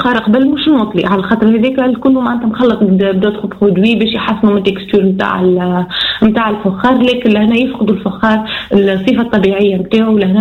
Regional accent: Tunisia

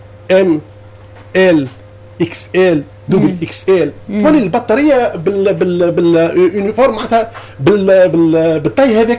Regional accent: Tunisia; عندنا في تونس

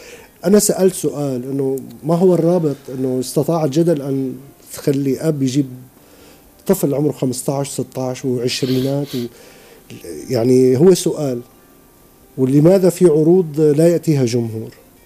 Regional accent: Syria; now in Tunisia; وأنا بالنسبة لي كسوري مقيم في تونس

